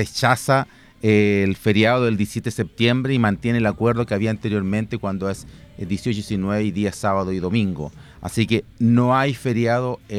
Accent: Chile

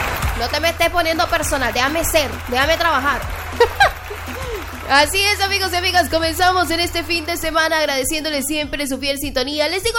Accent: Honduras

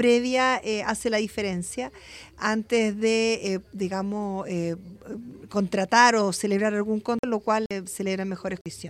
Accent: Santiago, Santiago Metropolitan Region, Chile; Nosotros somos de Santiago, venimos acá por lo menos una vez a la semana para los días jueves

